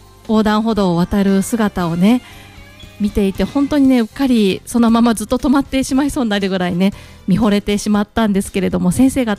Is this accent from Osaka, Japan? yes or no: yes; Osaka, Japan; moved away; 私もともと大阪出身でですね、大阪でよくラジオを聞いてたんですけれども